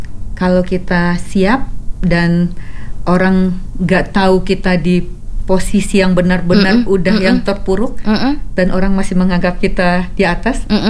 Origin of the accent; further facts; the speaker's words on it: Padang, West Sumatra, Indonesia; Saya berasal dari Padang.